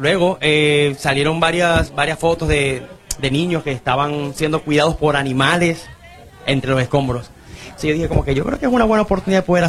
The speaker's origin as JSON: {"language": "Spanish", "country": "Venezuela", "moved": "yes", "lives_now": "Puerto Rico", "said": "Y yo como venezolano, en esta isla"}